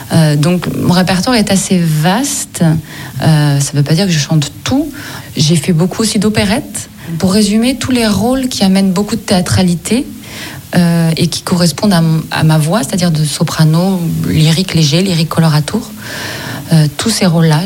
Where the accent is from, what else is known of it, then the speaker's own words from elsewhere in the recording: Provence-Alpes-Côte d'Azur, France; moved away as an adult; now in Gard, France; J'y habite. J'ai grandi dans le Vaucluse, de l'autre côté du Rhône. Mais depuis 13 ans, j'y habite. Alors un peu par intermittence, de par mon métier qui m'amène à voyager beaucoup.